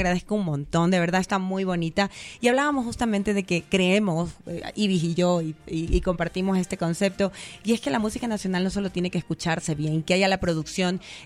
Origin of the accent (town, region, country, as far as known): Ecuador